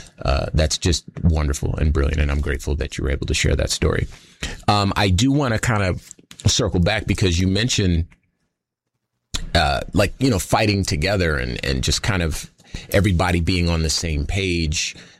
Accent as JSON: {"language": "English", "town": "Compton", "region": "California", "country": "United States", "said": "I've lived a life that I'm from Compton."}